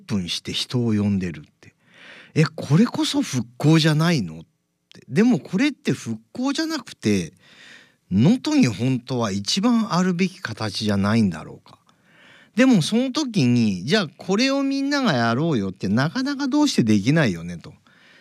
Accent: Kanazawa, Ishikawa, Japan; 自分のあのふるさとっていうのは本当に実は金沢なんですよ。あの良くも悪くも能登には極端な話一切縁がないんですよね。

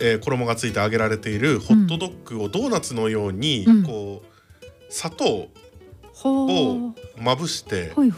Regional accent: Hokkaido, Japan; 私は出身北海道なんですけれども、うんうん、あの道東、北海道の東側の、

